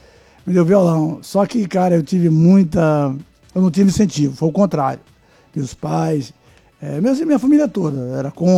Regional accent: Campina Grande, Paraíba, Brazil; moved away; Eu sou da terra do forró, Campina Grande.

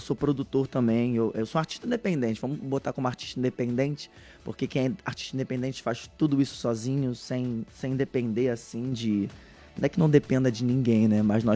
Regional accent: Niterói, Rio de Janeiro, Brazil; also born or lived in Tijuca, Rio de Janeiro; Nasci na Tijuca, mas eu morei a maior parte da minha vida em Niterói e São Gonçalo. E lá foi onde eu comecei a minha identidade musical, lá onde eu fui criado.

